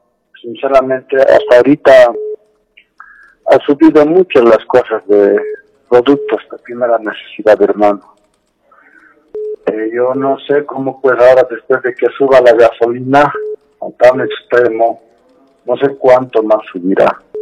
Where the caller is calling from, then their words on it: La Paz, Bolivia; estoy llamando desde La Paz.